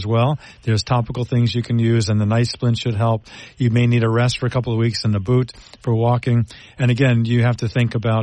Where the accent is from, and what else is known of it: Bellmore, New York, United States